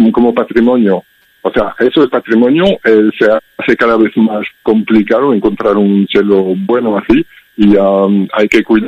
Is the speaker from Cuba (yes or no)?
no; Belgium; Spanish is a second language; now in Spain; lo notas con mi acento, ¿no? Soy extranjero, soy belga. En Bélgica hay muchísima contaminación lumínica y hay nubes todo el tiempo. Aquí tenemos uno de los mejores cielos de España